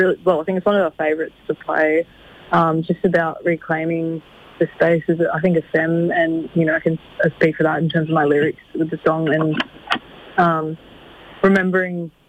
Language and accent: English; Queensland, Australia; now in Melbourne, Australia; And I'm from Queensland